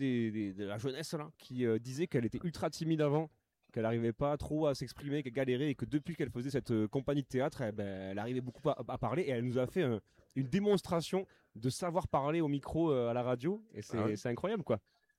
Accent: Occitanie, France; Parce que moi, je suis du Tarn, c'est pour ça.

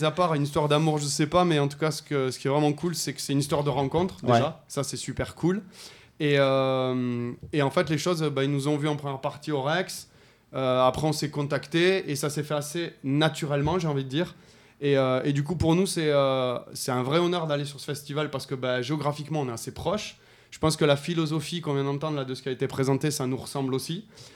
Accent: France; first language French; moi, je suis français. Ma langue maternelle, c'est le français. C'est celle que je manie le mieux.

